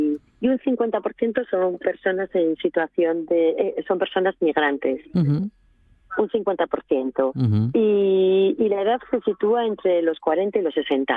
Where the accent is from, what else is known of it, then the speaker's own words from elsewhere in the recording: Asturias, Spain; yo soy asturiana y soy rural